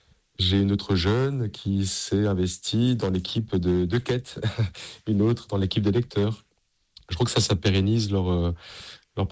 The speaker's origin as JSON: {"language": "French", "town": "Paris", "region": "Île-de-France", "country": "France", "tie": "born or raised there", "said": "là où j'ai grandi, la paroisse Saint-Médard en bas de la rue Mouffetard à Paris, qui m'a accompagné pendant ces années d'étudiant."}